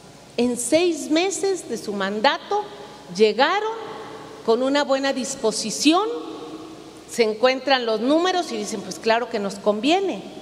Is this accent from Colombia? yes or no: no; Veracruz, Mexico; Y hoy Veracruz nuevamente vuelve a ser punta de lanza, porque así somos los veracruzanos.